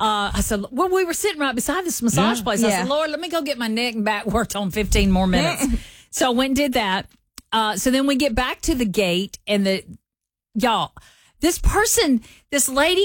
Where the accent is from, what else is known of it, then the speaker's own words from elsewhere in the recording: the South, United States; accent: southern; just in my normal southern accent.